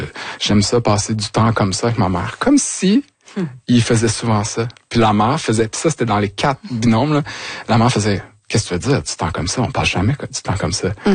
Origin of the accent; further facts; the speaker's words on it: Quebec, Canada; moi je suis retourné dans ma région natale, c'est-à-dire Vaudreuil-Soulanges